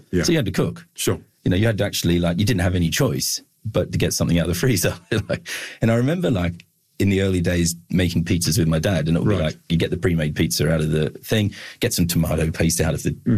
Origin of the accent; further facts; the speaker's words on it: Williamtown, New South Wales, Australia; now in England; I grew up in Williamtown, wonderful parents … so supportive of everything I did.